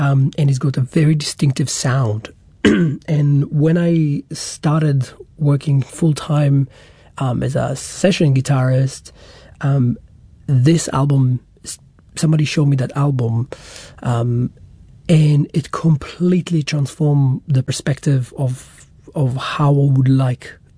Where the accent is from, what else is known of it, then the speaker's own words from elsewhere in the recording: Israel; And area I grew up in Israel was surrounded by Arabic villages.